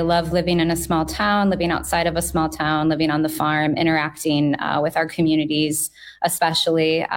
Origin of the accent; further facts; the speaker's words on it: Quad Cities, United States; So I did not grow up on a farm. I grew up in the Quad Cities and I married a farmer, though.